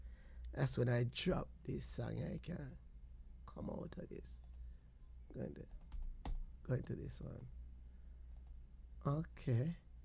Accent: Portland Cottage, Clarendon, Jamaica; So, we grew up in Portland Cottage.

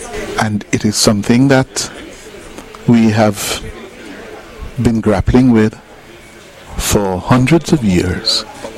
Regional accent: Jamaica; Growing up in Jamaica, I'll never forget my first encounter with a face of violence and crime. I was a boy no more than about 6 or 7 years old at the time, living in Jonestown

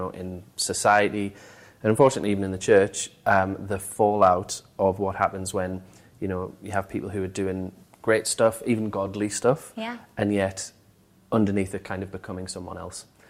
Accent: North East England, United Kingdom; Yeah, I mean, kind of born and bred in the Northeast.

